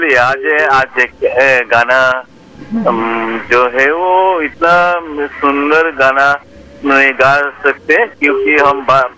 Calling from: Assam, India; District है श्री भूमि, असम से तालुका से है ना।

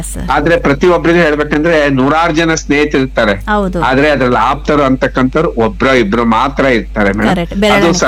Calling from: Shivamogga, Karnataka, India; Vidyanagar, Shivamogga.

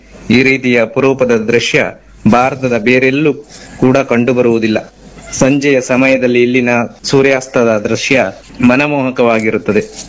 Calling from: Maravanthe, Karnataka, India; ಇಂದು ನಾನು ಕರ್ನಾಟಕದ ಅತ್ಯಂತ ಸುಂದರವಾದ ಮತ್ತು ವಿಶಿಷ್ಟವಾದ ಕಡಲ ತೀರಗಳಲ್ಲಿ ಒಂದಾದ ಮರವಂತೆ ಬೀಚ್ ಉಡುಪಿ ಜಿಲ್ಲೆಯ ಬೈಂದೂರು ತಾಲೂಕಿನಲ್ಲಿದೆ

